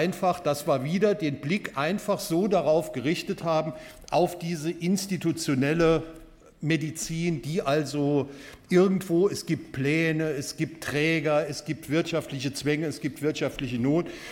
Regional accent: Neunkirchen, Saarland, Germany; Ich bin ja auch einer der wenigen hier im Plenum, die aus Neuenkeie stamme, die gebürtiger Neuenkeier sind und die um die Bedeutung des Kohlhofs wissen.

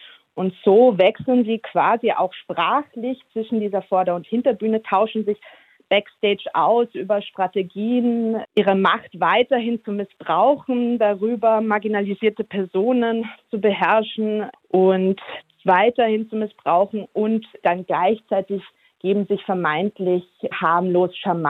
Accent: Vienna, Austria; Also als Wienerin kann ich das wirklich sagen

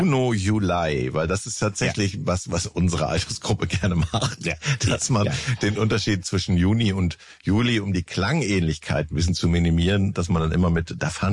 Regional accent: North Rhine-Westphalia, Germany; Ich komme ja aus Ostwestfalen, aber wir haben uns ja beide in Niedersachsen dann getroffen, richtig, bei Radio FFN in Hannover.

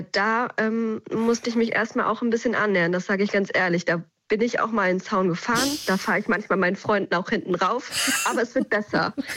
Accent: Berlin, Germany; dass ich es als Berlinerin ganz toll finde

